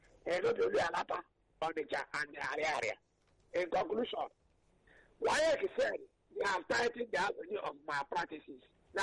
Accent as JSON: {"language": "English", "region": "Lagos", "country": "Nigeria", "tie": "born there", "said": "I was born in Lagos. I'm a Lagosian."}